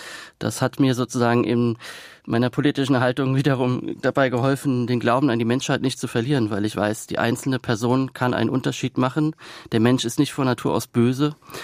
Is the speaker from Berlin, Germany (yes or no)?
no; Rhineland-Palatinate, Germany; accent: Palatinate dialect (Pfälzisch); moved away; dass ich aus der Pfalz komme und einen Dialekt gesprochen habe, immer schon.